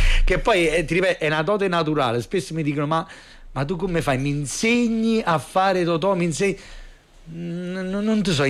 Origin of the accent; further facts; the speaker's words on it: Naples, Campania, Italy; io che sono napoletano